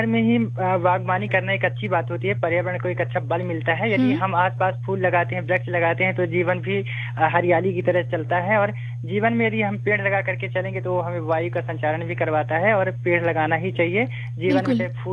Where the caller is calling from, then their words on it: Madhya Pradesh, India; और मैं जिस इलाके से बिलोंग करता हूँ ये आदिवासी बहुल क्षेत्र है, यहाँ पे पेड़ पौधों की संख्या बहुत ज्यादा तादाद में होती है